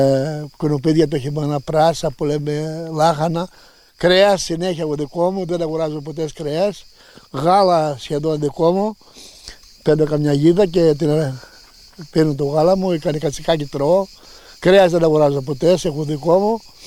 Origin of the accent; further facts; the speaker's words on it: Greece; also born or lived in Palaiochori; now in Rachidi, Greece; Γεννήθηκα στο Παλαιοχώρι το 1946 και μεγάλωσα στα Βρυσούδια, ένα άλλο κτήμα που είχαμε